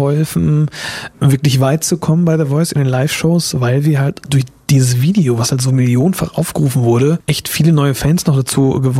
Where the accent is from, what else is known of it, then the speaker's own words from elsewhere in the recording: Karlsruhe, Baden-Württemberg, Germany; ich komme aus Karlsruhe